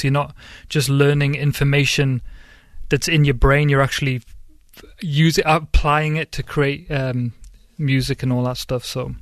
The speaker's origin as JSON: {"language": "English", "town": "Newcastle upon Tyne", "region": "North East England", "country": "United Kingdom", "moved": "as an adult", "lives_now": "Western Pennsylvania, United States", "said": "I'm from Newcastle, England, so the northeast of England, right on the border of Scotland. And I've lived here 15 years, maybe."}